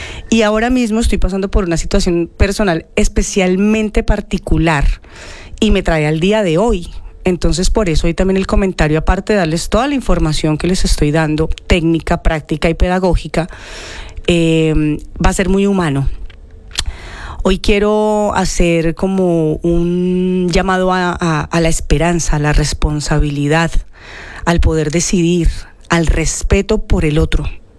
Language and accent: Spanish; Colombia; now in Madrid, Spain; una de las grandes ventajas que tenemos como colombianos es que aún estando lejos